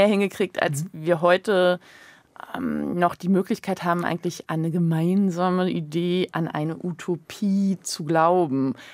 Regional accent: Berlin, Germany; also born or lived in Mecklenburg; Ich bin zwar Berlinerin, aber ich bin auch Mecklenburgerin. Wir sind eben immer gependelt auf die Datsche.

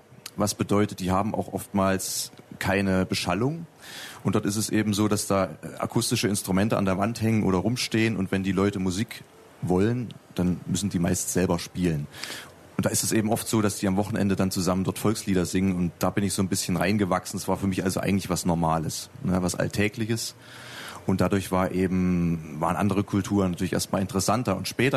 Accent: Zella-Mehlis, Thuringia, Germany; Und ich stamme ja aus Zellamelis und dort gibt es tatsächlich noch so eine kleine intakte Volksmusikkultur.

